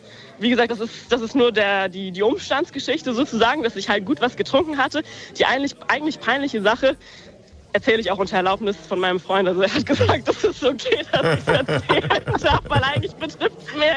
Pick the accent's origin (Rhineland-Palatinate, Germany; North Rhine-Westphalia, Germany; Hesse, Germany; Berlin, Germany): Hesse, Germany; Frankfurt